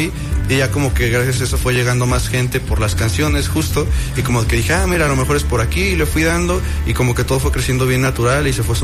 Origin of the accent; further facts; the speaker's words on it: Tenancingo de Degollado, State of Mexico, Mexico; Es que soy de Estado de México, no tan cercano a Ciudad de México, sino como ya Estado de México. El lugar se llama Tenancingo de Degollado.